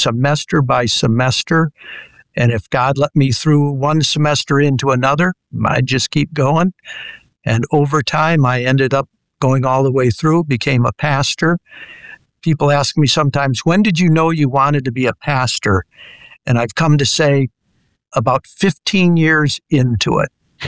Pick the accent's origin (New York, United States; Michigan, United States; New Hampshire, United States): Michigan, United States; Grand Blanc; Both my wife and I grew up in Michigan, grew up in a town called Grand Blanc up mm-hmm. near Flint. And we were at the same church, same school